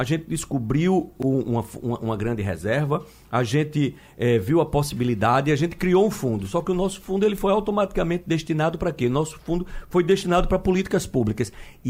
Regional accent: Brazil

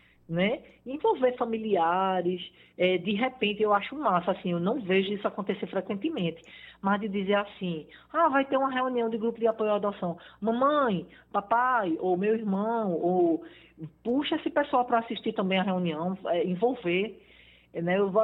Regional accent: Recife, Pernambuco, Brazil; now in Gravatá, Brazil

